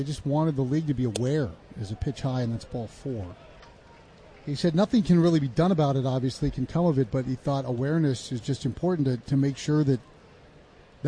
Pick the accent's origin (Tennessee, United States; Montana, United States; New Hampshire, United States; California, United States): Montana, United States; moved away; my home state of Montana.